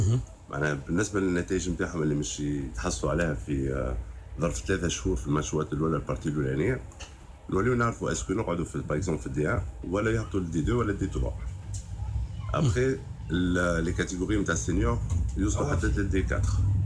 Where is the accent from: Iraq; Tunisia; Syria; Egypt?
Tunisia; now in France; بالنسبه لي يعني كتونسي فخر لي كوني تونسي.